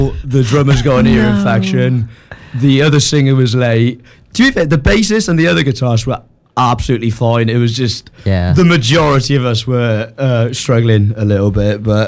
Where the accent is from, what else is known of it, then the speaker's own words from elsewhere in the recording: Wales, United Kingdom; I'm Welsh, I can't help it.